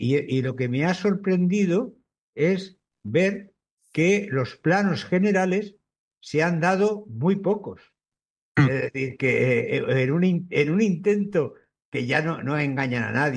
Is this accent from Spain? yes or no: yes; Tarragona, Catalonia, Spain; o sea que en mi tierra, en Tarragona, había mayoritariamente muchísima gente